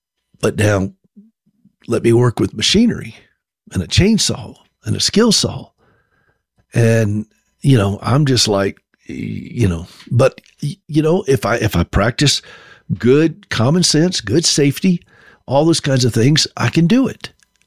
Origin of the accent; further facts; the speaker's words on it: North Carolina, United States; But I remember I grew up skiing in North Carolina.